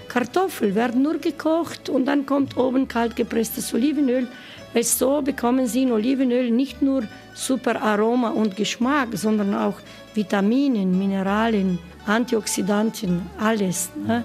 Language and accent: German; Istria County, Croatia; German is a second language; Bei uns in Istrien, wir lieben Leben, weil wir essen gut. Wir haben noch immer sehr gute Trinkwasser.